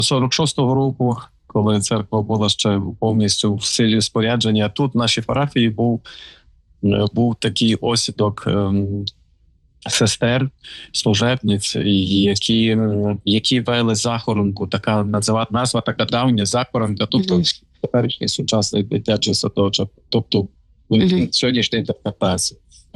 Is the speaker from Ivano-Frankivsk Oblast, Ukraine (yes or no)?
yes; Ivano-Frankivsk Oblast, Ukraine; moved away; Івано-Франківська